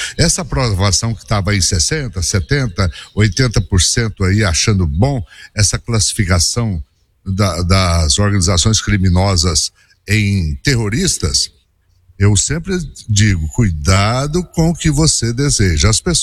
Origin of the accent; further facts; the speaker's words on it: Brazil; somos nós brasileiros